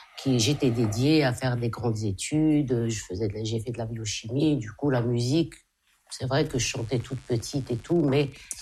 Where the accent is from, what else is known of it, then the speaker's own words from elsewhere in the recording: Algeria; moved away; C'est ce qui m'a emmenée à monter ce groupe … parce que moi j'ai quitté l'Algérie jeune.